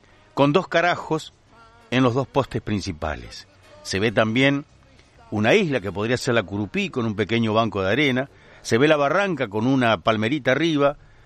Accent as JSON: {"language": "Spanish", "town": "Colón", "region": "Entre Ríos", "country": "Argentina", "tie": "born there", "said": "Yo que nací en Colón, soy porteño."}